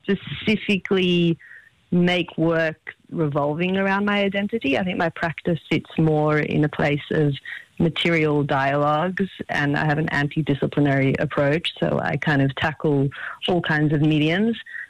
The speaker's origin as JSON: {"language": "English", "town": "Melbourne", "region": "Victoria", "country": "Australia", "moved": "as an adult", "lives_now": "Israel", "said": "I am a recent Ola. I came here 2 years ago, and I came from Melbourne, Australia."}